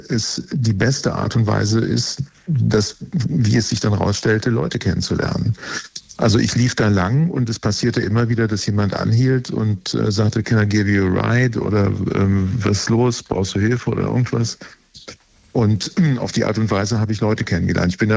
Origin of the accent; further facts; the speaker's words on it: Hesse, Germany; now in Berlin, Germany; Ja, hallo aus Berlin nach Hessen, in meinem Heimatland.